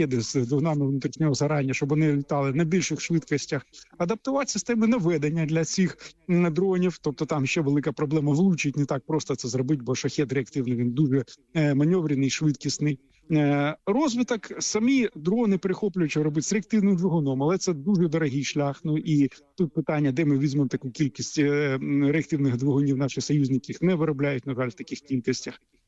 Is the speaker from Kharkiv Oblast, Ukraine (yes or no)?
no; Sumy, Sumy Oblast, Ukraine; якщо взяти моє рідне місто Суми, якому я був геть недавно.